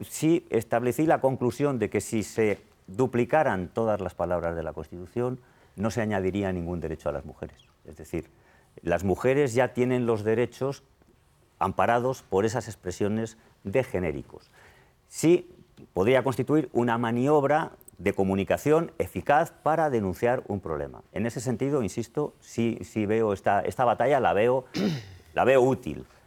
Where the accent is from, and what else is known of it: Spain